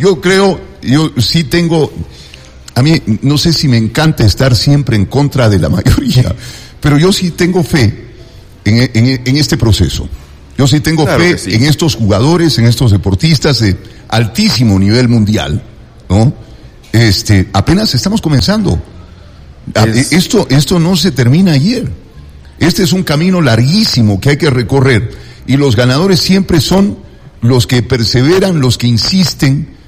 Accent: Ecuador; Pero los mexicanos también, y son igualitos a nosotros, ¿no? O sea, porque qué parecidos que somos con los mexicanos.

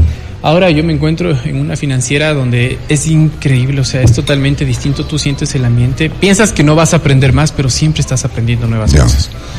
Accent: Ecuador; Oye, entre ecuatorianos no deberíamos ponernos el pie.

